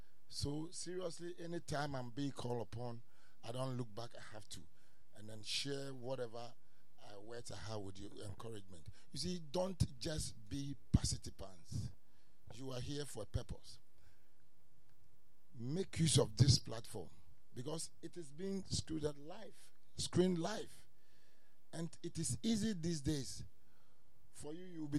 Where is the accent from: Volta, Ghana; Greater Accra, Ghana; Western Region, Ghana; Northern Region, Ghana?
Greater Accra, Ghana; Tema; I grew up here in Tema.